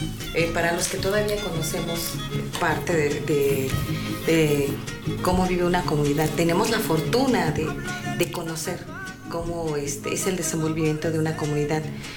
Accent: Mexico

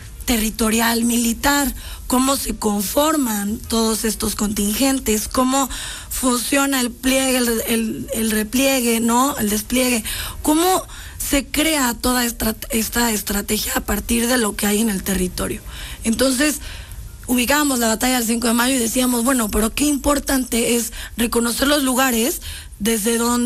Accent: Puebla, Mexico; El 5 de mayo tiene un valor muy especial para nosotros como poblanos, pero también como mexicanos.

